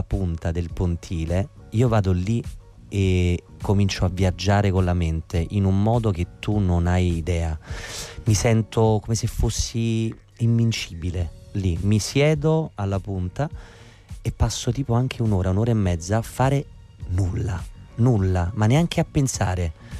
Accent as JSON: {"language": "Italian", "town": "Naples", "region": "Campania", "country": "Italy", "said": "sono un napoletano atipico, nel senso che in cucina, cioè, che cosa mangiamo stasera?"}